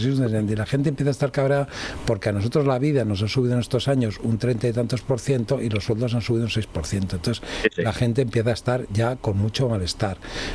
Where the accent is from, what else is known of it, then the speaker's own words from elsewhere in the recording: Spain; yo siento decir esto porque me siento español, aunque no tengo mucho sentimiento de identidad, que he vivido en muchas partes